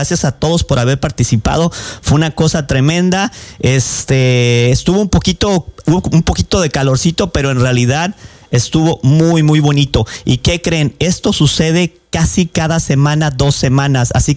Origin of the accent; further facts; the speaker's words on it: Colima, Mexico; now in Pasco, United States; de donde yo vengo, que es Colima, en Colima todos somos familia.